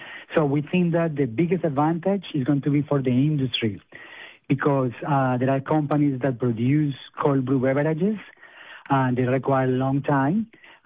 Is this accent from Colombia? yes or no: yes; Colombia; Colombian.